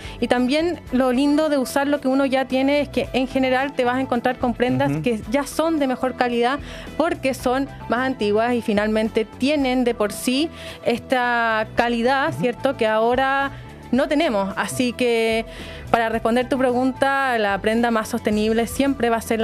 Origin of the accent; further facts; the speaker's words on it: Chile; moved away as an adult; also born or lived in Milan; sabiendo que en mi país existía un problema ambiental gigante, que eran, bueno, estos vertederos clandestinos que existen en el norte de Chile.